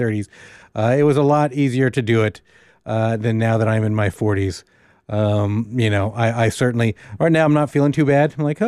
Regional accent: Alaska, United States; And growing up in South Central Alaska, there wasn't exactly a whole lot of fencing clubs going on

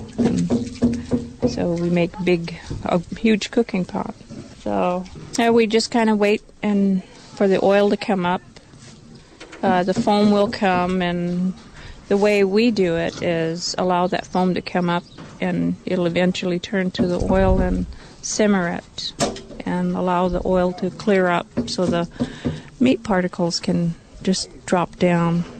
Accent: Klukwan, Alaska, United States; I'm from Klakwan, Alaska.

